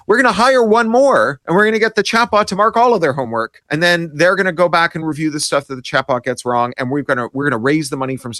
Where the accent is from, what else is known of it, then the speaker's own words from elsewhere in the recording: Canada; I say that under advisement as a Canadian who grew up under socialized medicine.